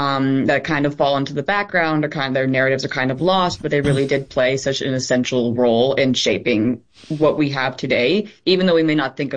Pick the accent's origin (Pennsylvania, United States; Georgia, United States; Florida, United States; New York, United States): New York, United States; Stockbridge Valley; I'm from Stockbridge Valley, which is in central New York near Utica.